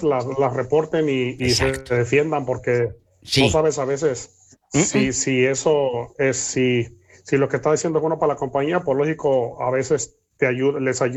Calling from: Pasco, Washington, United States; De acá, de Pasco, Washington.

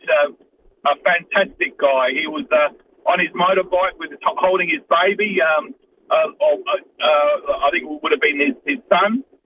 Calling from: Adelaide, South Australia, Australia; I was from Adelaide

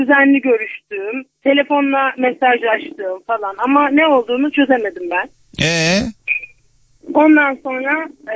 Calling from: Denizli, Turkey; Denizli'den.

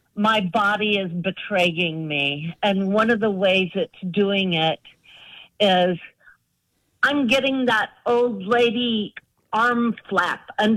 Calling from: Dallas, Texas, United States; I'm calling from Dallas, Texas.

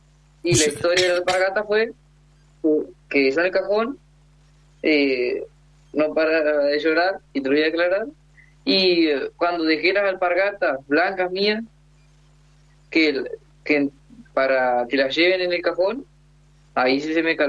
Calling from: San José, Entre Ríos, Argentina; De Departamento Colón, San José, Entre Ríos

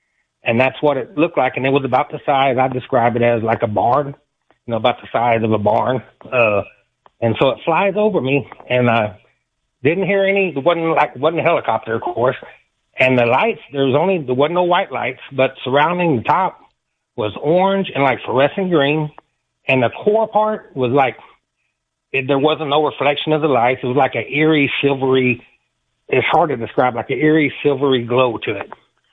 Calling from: Live Oak County, Texas, United States; I'm in South Central Texas, Live Oak County area.

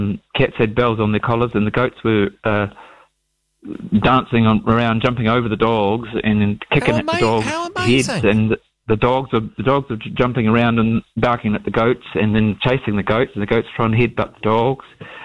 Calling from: Dunedin, Otago, New Zealand; I'm ringing from Wakari in Dunedin.

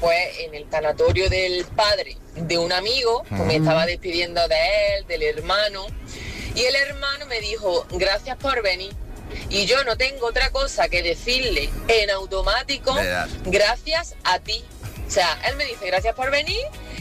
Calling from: Granada, Andalusia, Spain; de Granada

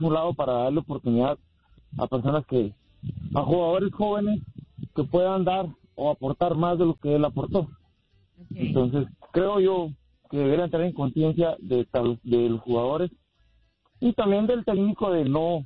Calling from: Mexico; soy mexicano

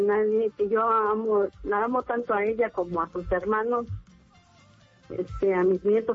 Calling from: Tecámac, State of Mexico, Mexico; Desde Tecama.

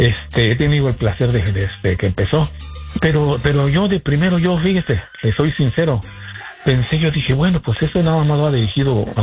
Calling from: Mexico; yo soy mexicano.

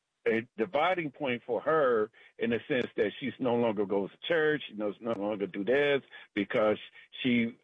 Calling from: Brandywine, United States; I'm just calling from Brandywine.

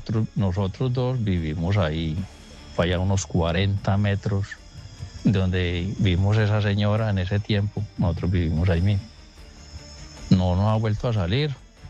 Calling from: Remedios, Antioquia, Colombia; Yo soy acá de Remedios, Antioquia. Remedios.

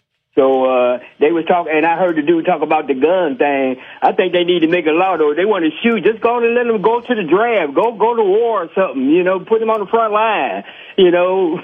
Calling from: United States; because I'm from Avondale.

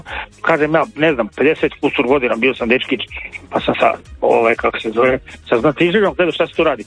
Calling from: Slavonski Brod, Brod-Posavina County, Croatia; kod nas u Brodu

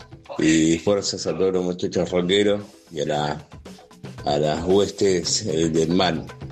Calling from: Rafael Castillo, Buenos Aires Province, Argentina; de Rafael Castillo

